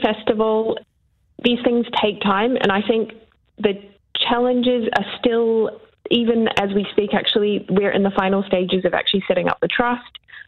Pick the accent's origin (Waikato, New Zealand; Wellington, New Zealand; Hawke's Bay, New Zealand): Wellington, New Zealand; I grew up in Wellington.